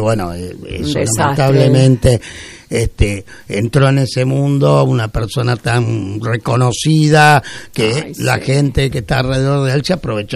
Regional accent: Argentina; Como argentinos nos sentimos orgullosos

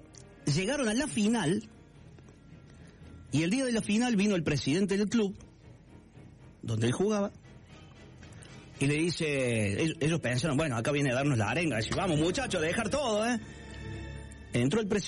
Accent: Argentina

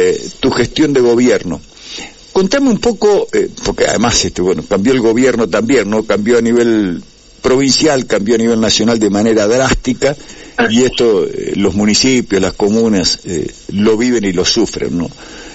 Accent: La Paz, Entre Ríos, Argentina; moved away as an adult; yo nací en La Paz, creo que te lo comenté a esto. Nací en La Paz, viví hasta los 20 años en La Paz, después a los 22 volví a La Paz hasta los 26.

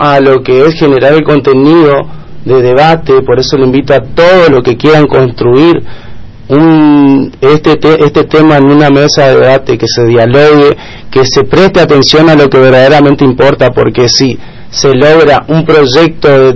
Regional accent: Argentina; que como soberanía nosotros como argentinos tenemos que garantizar y preservar que los niños son sujetos de derecho.

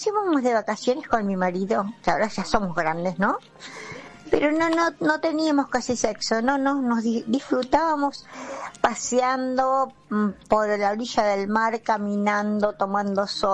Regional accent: General Rodríguez, Buenos Aires Province, Argentina; de General Rodríguez. Muchos cariños para todos.

